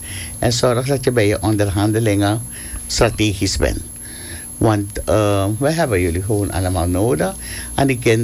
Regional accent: Suriname; Ik ben een van de Surinamers die vindt dit grote land zo weinig volk.

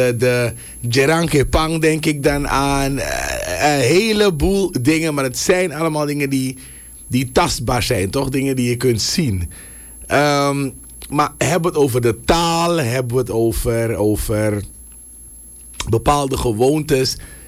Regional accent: Suriname; We zijn allemaal Surinamers, maar we zijn een mengelmoes. En die mengelmoes vormt Suriname.

